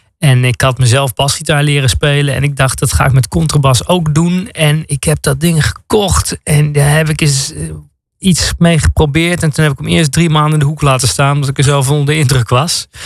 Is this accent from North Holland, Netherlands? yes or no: no; Beekbergen, Gelderland, Netherlands; born there; En die kwamen uit Beekbergen, mijn geboortedorp.